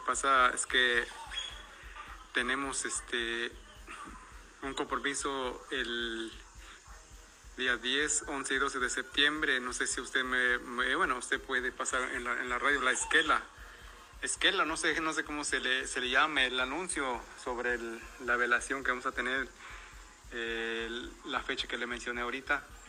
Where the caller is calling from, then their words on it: Hidalgo, Mexico; Soy el delegado de Texaltipa, la de Reyes Hidalgo.